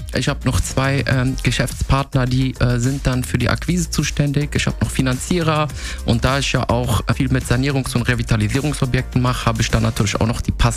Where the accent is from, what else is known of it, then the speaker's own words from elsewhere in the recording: Frankfurt, Hesse, Germany; ich bin auch Frankfurter, ich bin 1987 in Frankfurt geboren und seitdem hier gearbeitet, gelebt.